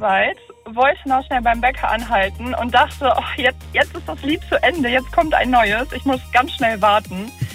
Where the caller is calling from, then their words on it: Oldenburg, Lower Saxony, Germany; Also ich komme aus Oldenburg